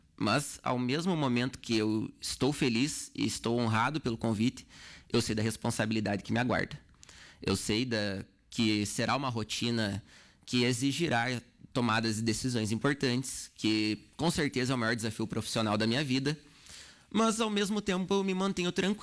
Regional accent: Soledade, Rio Grande do Sul, Brazil; Sou natural de Soledade, estudei dos meus 6 anos até os 13 anos na Escola Eurípides da La Costa

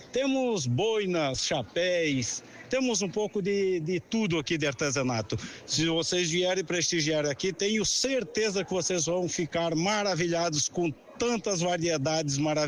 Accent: Pernambuco, Brazil; born there; also born or lived in Uruguay / Rio Grande do Sul; now in Caxias do Sul, Brazil; Eu sou pernambucano de nascimento, mas gaúcho de coração.

